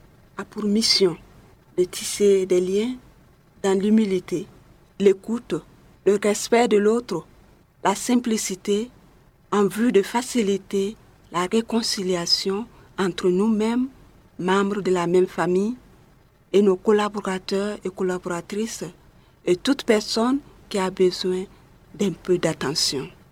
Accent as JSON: {"language": "French", "country": "Côte d’Ivoire", "said": "chez nous en Côte d'Ivoire"}